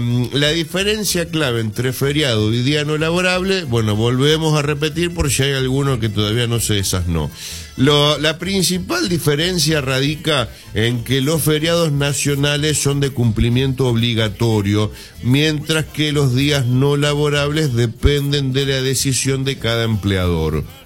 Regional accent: Argentina

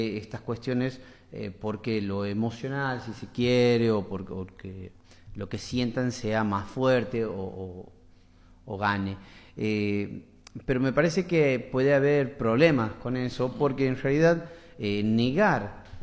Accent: Argentina

